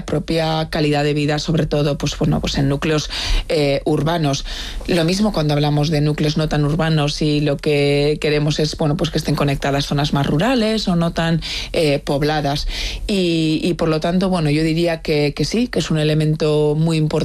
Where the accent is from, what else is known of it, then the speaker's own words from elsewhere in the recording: Bilbao, Basque Country, Spain; now in Brussels, Belgium; yo que soy de Bilbao